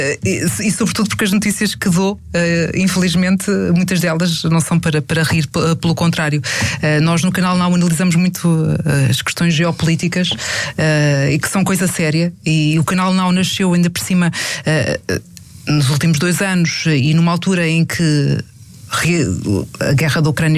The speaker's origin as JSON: {"language": "Portuguese", "region": "Lisbon", "country": "Portugal", "said": "Fiz muito a nível nacional, de acompanhamento do campeonato e de Benfica e Sporting, sobretudo, como sou de Lisboa, não tanto do Futebol Clube do Porto"}